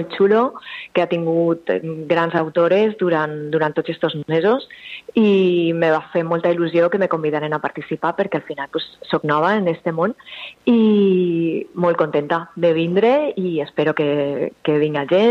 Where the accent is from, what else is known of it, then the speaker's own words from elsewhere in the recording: La Jana, Valencian Community, Spain; now in Valencia, Spain; soc de La Jana, que és un poble molt xicotet del Maestrat, dalt de tot del país, i ja fa quasi 20 anys que visc a València